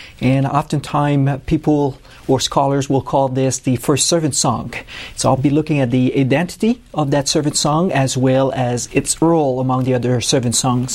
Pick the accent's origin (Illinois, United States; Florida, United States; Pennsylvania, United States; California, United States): California, United States; I grew up in California, but got a call to ministry in Alaska